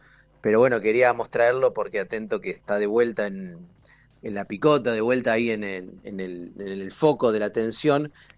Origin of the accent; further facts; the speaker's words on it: Buenos Aires, Argentina; somos bastante llorones los porteños.